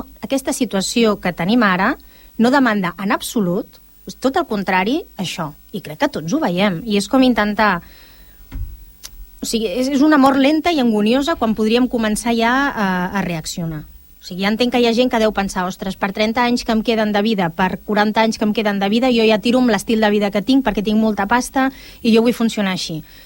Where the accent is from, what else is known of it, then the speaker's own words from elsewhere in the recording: El Prat de Llobregat, Catalonia, Spain; jo sóc del Prat, el Prat és ciutat, ostres, però el Prat té una història